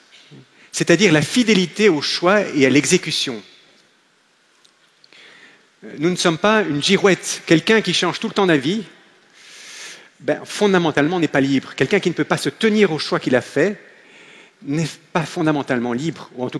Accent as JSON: {"language": "French", "country": "Belgium", "said": "Je suis un Belge, je suis désolé, je ne suis pas un Français."}